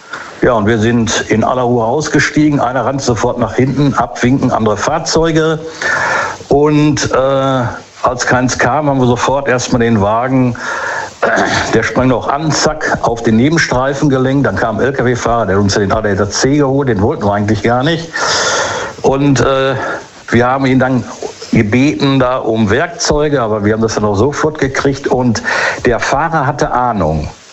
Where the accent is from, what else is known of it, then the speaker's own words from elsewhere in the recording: Gelsenkirchen, North Rhine-Westphalia, Germany; Buhr, Gelsenkirchen.